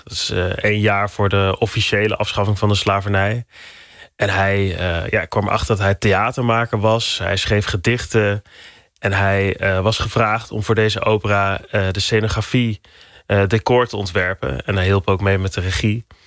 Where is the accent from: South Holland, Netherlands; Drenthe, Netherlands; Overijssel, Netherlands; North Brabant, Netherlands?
North Brabant, Netherlands; En ja, van eigenlijk al die verhalen klonken voor mij heel erg sprookjesachtig in mijn Brabantse dorp waar ik opgroeide.